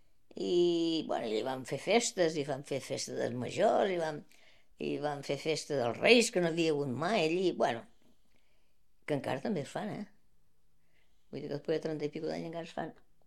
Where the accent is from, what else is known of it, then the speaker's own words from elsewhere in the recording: Menorca, Balearic Islands, Spain; born there; now in Ibiza, Spain; Jo, de Menorca, jo he nascut a Menorca